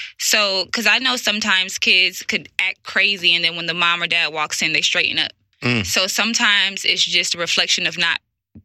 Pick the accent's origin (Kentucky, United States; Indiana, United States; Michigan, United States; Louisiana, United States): Michigan, United States; I'm from Michigan.